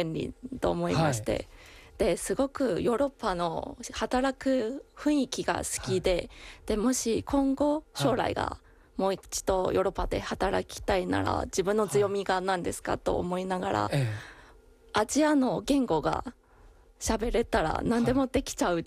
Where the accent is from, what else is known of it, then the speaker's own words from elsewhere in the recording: Taiwan; Japanese is a second language; moved away as an adult; now in Japan; 自分は台湾人だから